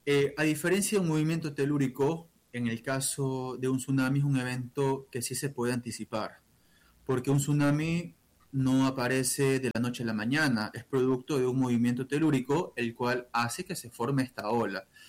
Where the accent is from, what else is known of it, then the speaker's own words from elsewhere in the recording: Ecuador; La cultura es un tema de que nosotros, como ecuatorianos y en la academia... la trabajamos y tenemos que fortalecerla constantemente.